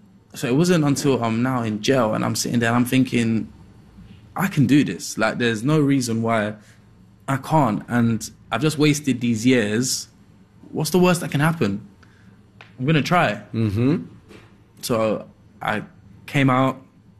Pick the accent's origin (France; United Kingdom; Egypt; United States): United Kingdom; Peckham, London; born or raised there